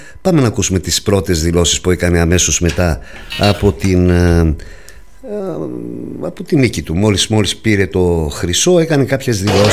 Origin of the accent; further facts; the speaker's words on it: Grevena, Western Macedonia, Greece; το λέω και ως Γρεβενιώτης